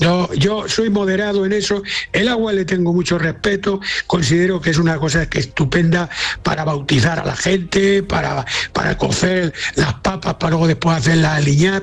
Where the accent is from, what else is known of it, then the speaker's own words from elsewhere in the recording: Castile, Spain; En mi pueblo, por ejemplo, castellano